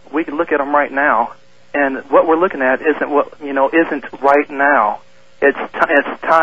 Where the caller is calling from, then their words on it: Everett, Washington, United States; Everett, Washington.